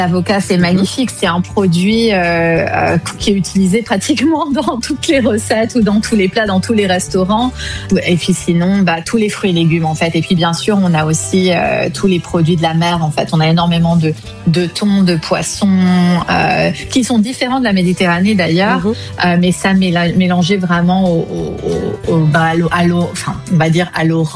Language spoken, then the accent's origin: French; France; moved away as an adult; now in Los Angeles, United States